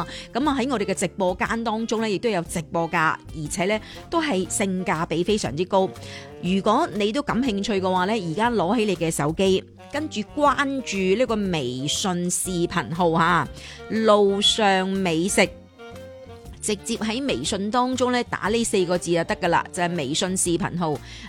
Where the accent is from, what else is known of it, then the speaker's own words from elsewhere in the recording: Guangdong, China; 碌柚啦，对于我哋广东人嚟讲呢